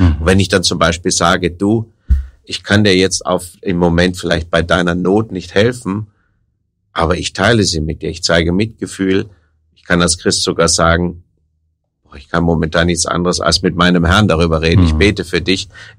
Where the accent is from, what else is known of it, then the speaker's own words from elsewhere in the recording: Rhineland, Germany; Ich bin ein Rheinländer